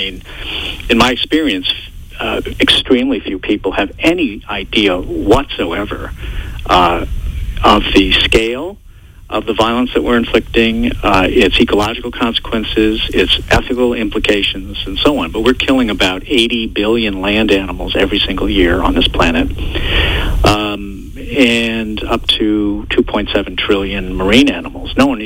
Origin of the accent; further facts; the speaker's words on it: Massachusetts, United States; When I was a boy growing up on the South Shore of Massachusetts